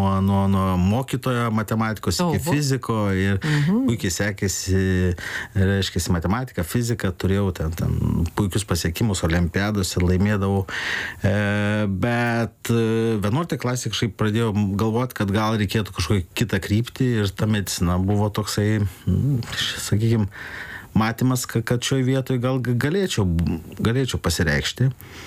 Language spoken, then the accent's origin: Lithuanian; Mažeikiai, Telšiai County, Lithuania; now in Kaunas, Lithuania; Taip, esu iš Žemaitijos atvykęs į Kauną.